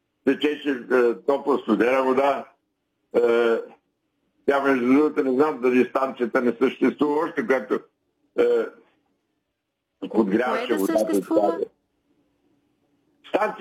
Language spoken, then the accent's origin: Bulgarian; Vidin, Vidin Province, Bulgaria; born there; аз съм роден във Вили 50-та година, аз съм от 65, близо съм вече 56.